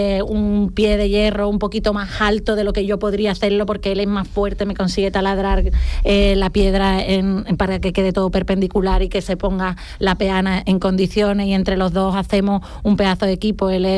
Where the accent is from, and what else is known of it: Cádiz, Andalusia, Spain